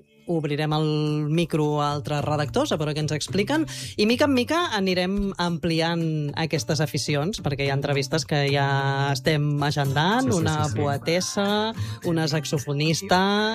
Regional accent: Vilanova i la Geltrú, Catalonia, Spain

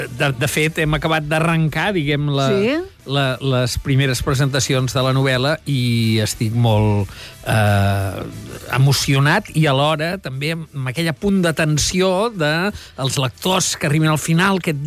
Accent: Barcelona, Catalonia, Spain; first language Catalan; al meu barri, en el meu entorn, a prop de Virrei Amat, allà on hi havia la virreina

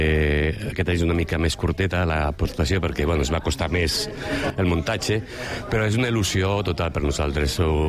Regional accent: La Seu d'Urgell, Catalonia, Spain; som gent de la Seu, i com va dir la Núria, fem teatre, gent de la Seu, per la gent de la Seu.

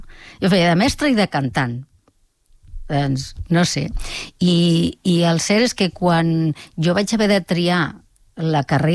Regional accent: Molins de Rei, Catalonia, Spain; moved away as an adult; now in Pallejà, Spain; suposo que quan neixes en un poble i la teva joventut viu, transcorre en aquest poble, doncs sempre et sents el poble com a teu. I clar, jo vaig anar a viure a Pallejà amb 34 anys o 35. Per tant, sí, jo ara... Visc a Pallejà, però el meu poble

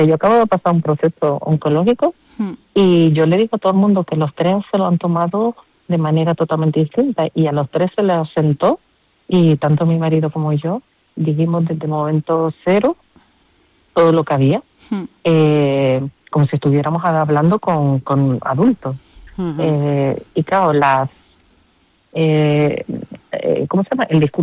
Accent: Canary Islands, Spain; Y yo, como buena canaria

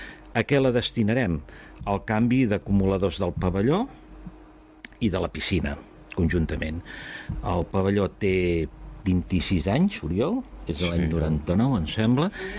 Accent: Badalona, Catalonia, Spain; jo sóc de Badalona.

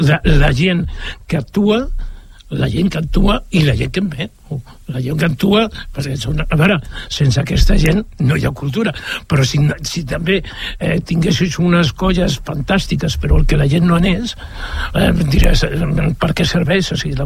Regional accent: Catalonia, Spain; now in Sant Boi de Llobregat, Spain; sóc català

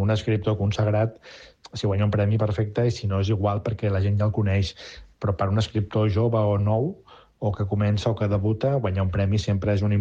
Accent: Catalonia, Spain; De llegendes, de mites, mitologies, en aquest cas catalanes, perquè sóc català

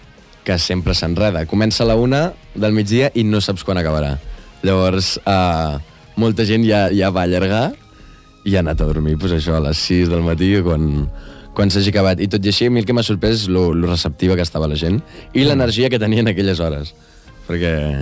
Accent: El Vendrell, Catalonia, Spain; El fet de ser de Vendrell de tota la vida ajuda a que et portis bé amb tothom.

